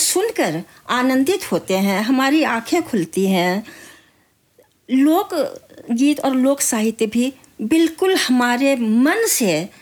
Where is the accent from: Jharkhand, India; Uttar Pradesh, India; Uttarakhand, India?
Jharkhand, India; मैं झारखंड से हूँ